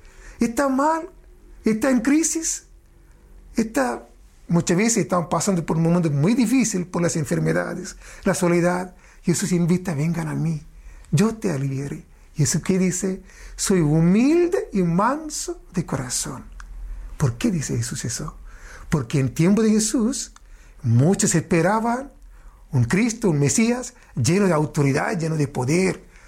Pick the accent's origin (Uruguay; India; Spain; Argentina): India; moved away; yo soy un sacerdote de la India